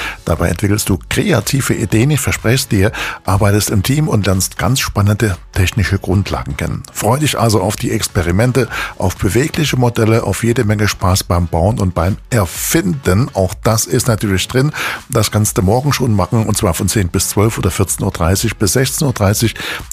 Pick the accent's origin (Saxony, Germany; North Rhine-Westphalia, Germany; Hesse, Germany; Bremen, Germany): Saxony, Germany; Chemnitz; Also zwei Tipps wieder mal, diesmal aus meiner Heimatstadt, aus Chemnitz, für die Kids in den Ferien.